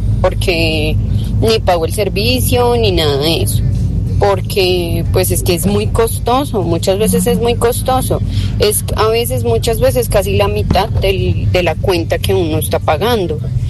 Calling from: Soacha, Cundinamarca, Colombia; yo vivo en Soacha.

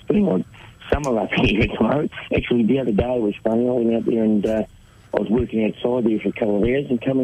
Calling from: Tamworth, New South Wales, Australia; In Tamworth, mate, yeah.

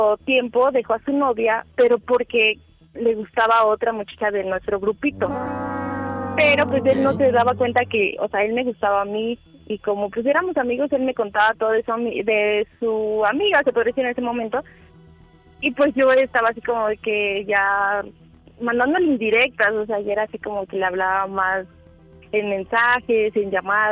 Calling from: Mexico City, Mexico; 30 años y soy de la Venustiano Carranza.

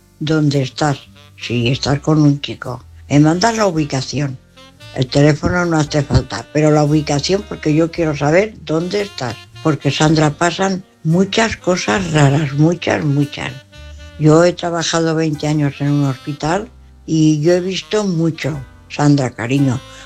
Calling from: Valencia, Valencian Community, Spain; corresponsal … de Valencia.

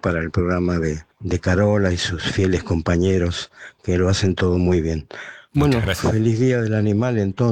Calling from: Buenos Aires, Argentina; muchacho de 84 años que desde las 7 de la mañana siempre firme para escucharlos y admirando, siendo porteño, las maravillas que hacen ustedes y los que lo difunden. Bueno

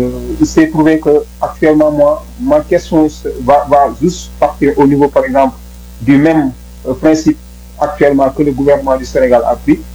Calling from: Italy; Je vis en Europe et particulièrement en Italie.

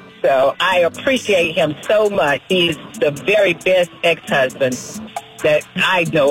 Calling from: Clayton County, Georgia, United States; I am calling from Clayton County, Georgia

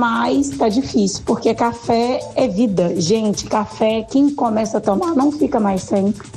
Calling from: Lagoa Santa, Minas Gerais, Brazil; sou aqui de Lagoa Santa.

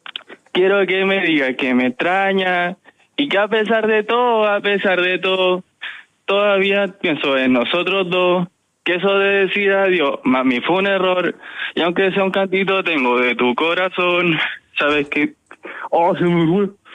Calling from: Paine, Santiago Metropolitan Region, Chile; De 18, soy de Paine.

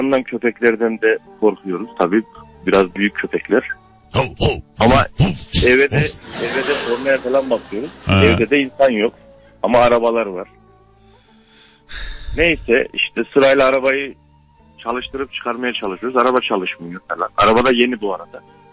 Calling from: Ankara, Turkey; ben Ankara'dan.

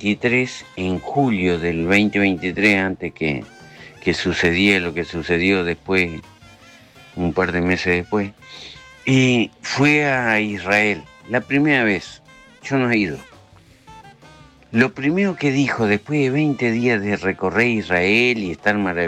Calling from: Entre Ríos, Argentina; de Asencam, provincia de Entre Ríos, un pueblito chiquito de 5.000 habitantes.

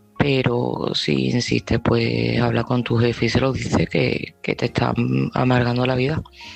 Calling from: Seville, Andalusia, Spain; de Sevilla

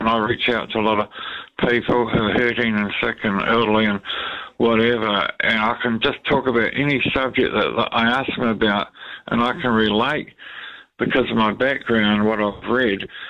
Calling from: Lower Hutt, Wellington, New Zealand; Lower Hutt.

